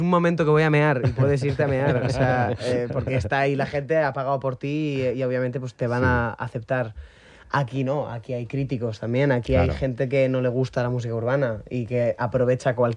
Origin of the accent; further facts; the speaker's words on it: Valencian Community, Spain; sobre el papel soy valenciano, pero un valenciano es aquel de Valencia, ¿vale?